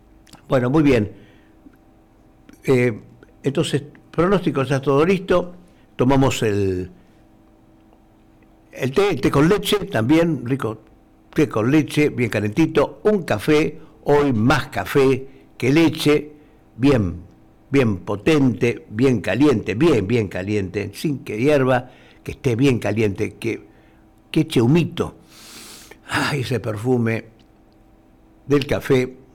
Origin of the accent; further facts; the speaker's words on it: Argentina; como todo argentino, acá estoy con los verdes amargos.